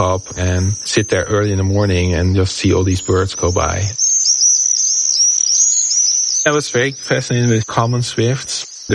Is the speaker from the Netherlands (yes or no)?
yes; Haarlem, North Holland, Netherlands; moved away; I grew up in the Netherlands, close to the sea in the city of Haarlem.